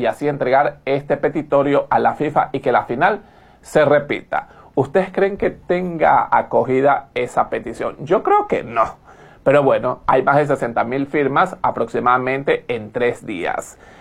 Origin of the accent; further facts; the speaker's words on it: Ecuador; Nosotros como ecuatorianos le deseamos lo mejor.